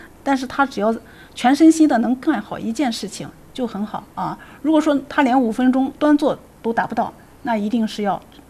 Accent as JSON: {"language": "Chinese", "town": "Xi'an", "region": "Shaanxi", "country": "China", "said": "然后在我们西安那边也是确实命捡回来了"}